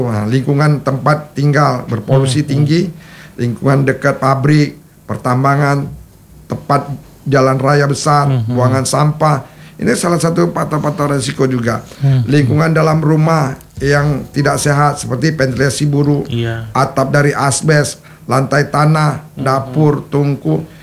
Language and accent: Indonesian; Aceh, Indonesia; memang orang kita Aceh